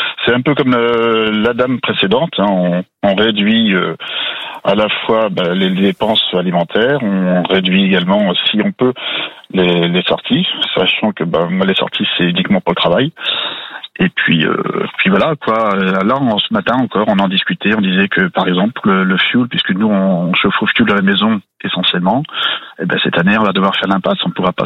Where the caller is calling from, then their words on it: Château-Gontier, Pays de la Loire, France; Château-Gontier.